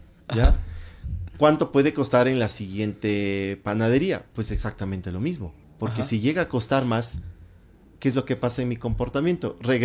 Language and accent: Spanish; Ecuador; tantos negocios que nosotros como ecuatorianos tenemos acá.